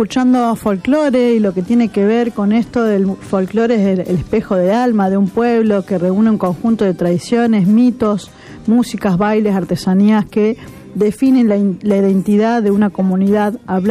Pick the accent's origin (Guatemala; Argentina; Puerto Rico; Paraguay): Argentina; nuestro futuro como argentinos y como ciudadanos